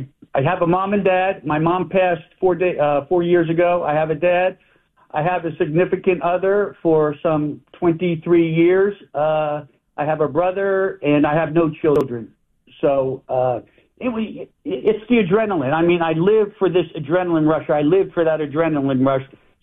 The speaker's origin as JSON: {"language": "English", "region": "New Jersey", "country": "United States", "tie": "born or raised there", "said": "Once again, I was raised in New Jersey, but immediately after graduating my DEA academy, I was sent down to Florida and then overseas."}